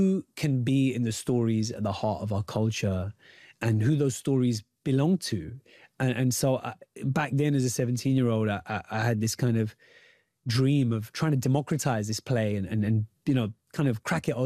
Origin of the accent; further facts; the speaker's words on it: United Kingdom; my own lived experience as a British Asian.